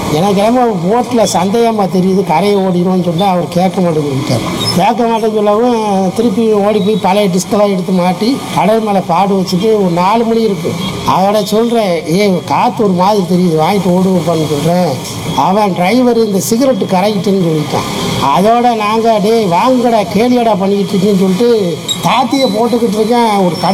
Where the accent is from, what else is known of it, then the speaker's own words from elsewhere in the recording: Chennai, Tamil Nadu, India; also born or lived in Pamban; நான் பிறந்தது பாம்பன் தான், ஆனால் வளர்ந்தது ஃபுல்லாக சென்னை. சென்னையில் வளர்ந்தேன்.